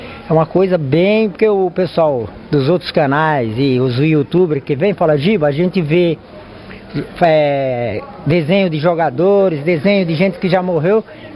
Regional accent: São Paulo, Brazil; Na Moca, lá onde eu cresci, a gente participava dessas coisas.

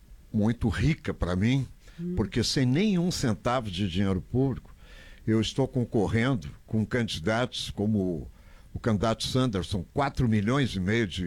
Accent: Brazil; Eu sou brasileiro, jornalista há 43 anos

